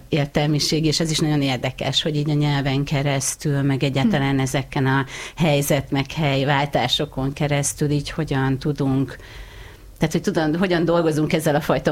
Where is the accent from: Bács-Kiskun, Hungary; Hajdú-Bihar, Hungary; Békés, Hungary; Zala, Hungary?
Hajdú-Bihar, Hungary; Debrecen; now in Budapest, Hungary; én egyébként Debrecenben születtem, tehát hogy én vidéki nagyvárosban nőttem fel, ami egyébként érdekes, mert hogy én egészen addig szerintem nem tekintettem magamra vidékiként, amíg nem költöztem Budapestre